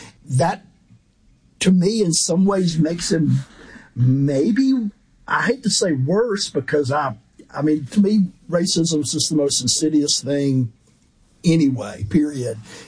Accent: Alabama, United States; my home state is obviously, there's a lot of bad things you could say about Alabama, but there's also some really good things

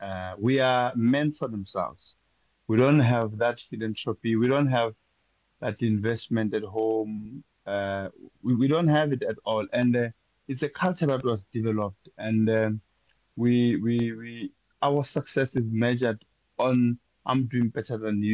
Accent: Soweto, Gauteng, South Africa; a Soweto-born boy, born and brought up in Soweto

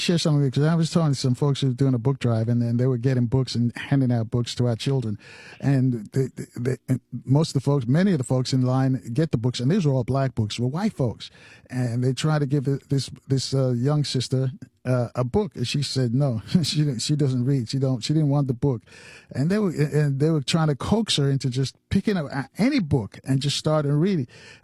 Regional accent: New York, United States; Yeah, it kind of reminds me, growing up in New York, there were several newspapers at one time

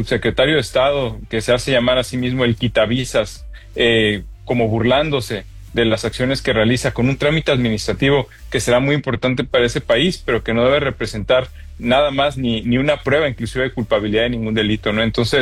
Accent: Mexico; La verdad es que nosotros como mexicanos debemos de asegurarnos de resolver nuestros propios problemas

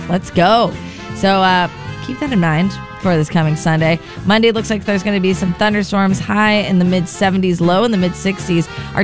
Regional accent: United States; as an American, you know, USA

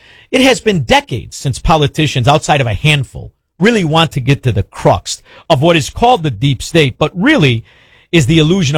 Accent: Chicago, Illinois, United States; And this is something when you're from Chicago, I'm telling you, Kent, it's the real benefit of growing up around Chicago.

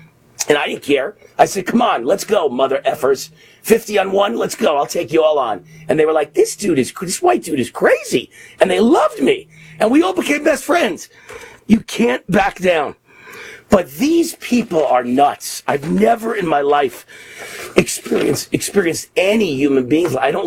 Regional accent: New York, United States; I was from the rough streets of New York.

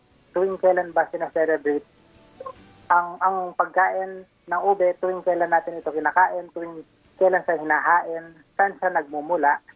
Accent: Central Luzon, Philippines; I can only speak sa area ko, which is I am from Pampanga. So yung mga alam kong nagtatanim ng ube, yung mga aita sa amin.

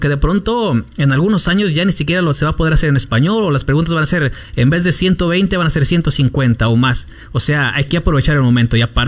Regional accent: Mexico; now in United States; como somos mexicanos, ¿no? La mayoría tendemos a visitar nuestro país, ¿no?

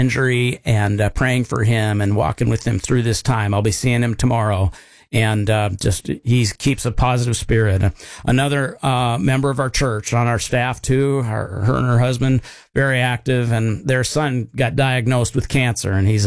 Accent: Harvey, North Dakota, United States; born or raised there; also born or lived in Seattle

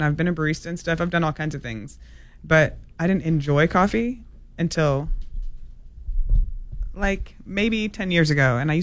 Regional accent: California, United States; I'm from California. That's the land of like woo-woo.

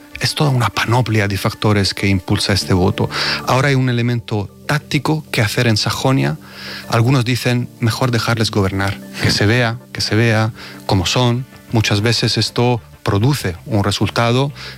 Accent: Italy; Spanish is a second language; En Italia, en mi país, pues el partido matriz del que es el partido de Meloni fue acogido en el gobierno por Berlusconi

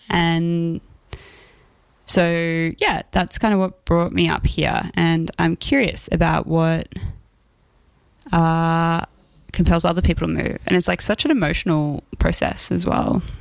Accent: Melbourne, Victoria, Australia; moved away as an adult; also born or lived in Mornington Peninsula; now in Darwin, Australia; I am from Melbourne, Nam, Wurundjeri country. And I grew up there and just outside of Melbourne, actually in the Mornington Peninsula. And then I moved to the Big Smoke and I've been there for kind of maybe a decade.

